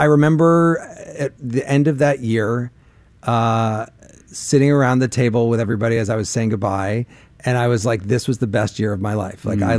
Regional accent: Illinois, United States; I'm from Central Illinois, and it was about the geographic middle.

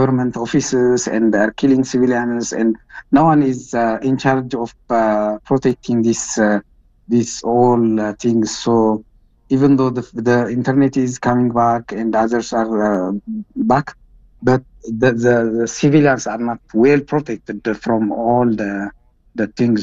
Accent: Mekelle, Tigray, Ethiopia; English is a second language; from Mekele.

